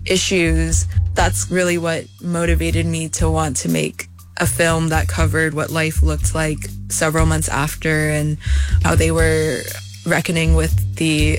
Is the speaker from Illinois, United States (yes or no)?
no; Hawaii, United States; Yes, I grew up in Hawaii